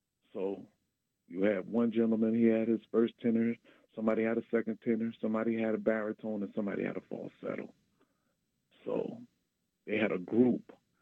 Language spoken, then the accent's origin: English; New Brunswick, New Jersey, United States; now in Edison, United States; I'm from Edison right now. I live in Edison, but I'm originally from New Brunswick, Holland Park area.